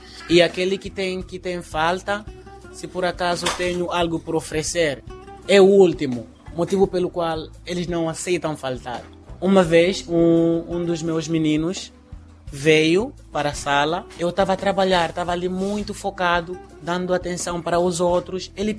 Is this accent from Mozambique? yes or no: yes; Mozambique; Nós todos somos moçambicanos